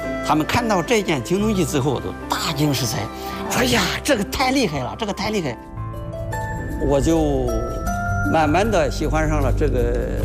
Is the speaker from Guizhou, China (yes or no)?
no; Henan, China; 我是土生土长的当地人，我八岁的时候二里头遗址已经发现了。